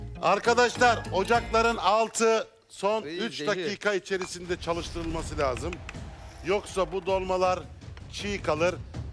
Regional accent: Ereğli, Konya, Turkey; Evet Konyalıyım. Yani, Ereğli'yim.

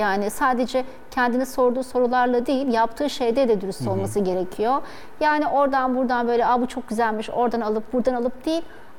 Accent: Bozcaada, Çanakkale, Turkey; Çünkü ben oradan çıktım, orada büyüdüm. Bütün işte ressamlıkla ilgili her şeyi orada kazandım.

